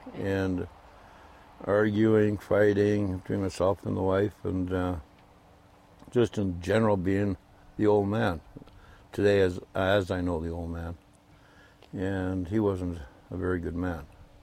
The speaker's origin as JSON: {"language": "English", "town": "Dawson City", "region": "Yukon", "country": "Canada", "tie": "born or raised there", "also_born_or_lived": "Snag, Yukon / White River country", "said": "I was born in Snag, Yukon."}